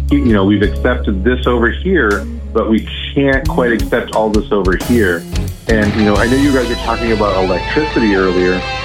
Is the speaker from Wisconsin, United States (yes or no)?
no; California, United States; moved away as an adult; I'm from Southern California